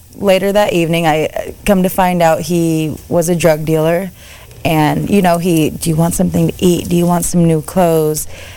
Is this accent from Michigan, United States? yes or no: no; San Bernardino, California, United States; So I was raised in San Bernardino, California, and at 17, I found out that I was adopted.